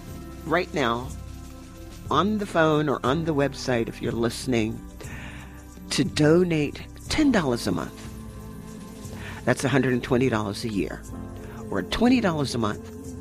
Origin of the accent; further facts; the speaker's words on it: New York, United States; moved away as an adult; I came in 1980 from New York.